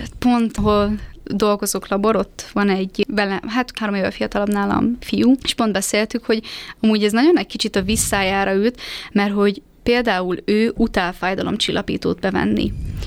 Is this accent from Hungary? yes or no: yes; Szeged, Csongrád-Csanád, Hungary; now in Budapest, Hungary; én amúgy alapból szegedi vagyok, de ugye most már Budapesten élek.